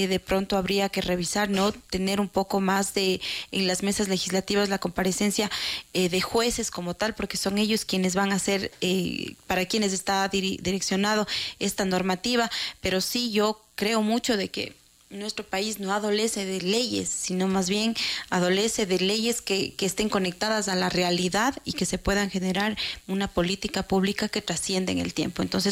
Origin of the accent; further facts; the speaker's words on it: Ecuador; nosotros como ecuatorianos